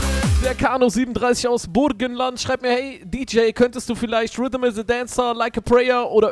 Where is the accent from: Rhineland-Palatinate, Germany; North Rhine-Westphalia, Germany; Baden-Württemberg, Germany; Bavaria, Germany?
North Rhine-Westphalia, Germany; Herzogenrath; aus Herzogenrath, meine Heimatstadt.